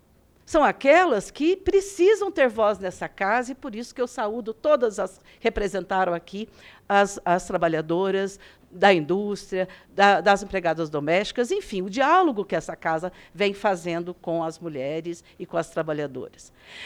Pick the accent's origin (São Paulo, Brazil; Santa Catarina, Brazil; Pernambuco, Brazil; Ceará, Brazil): São Paulo, Brazil; Registro; lá da minha cidade, sou de Registro, interior de São Paulo.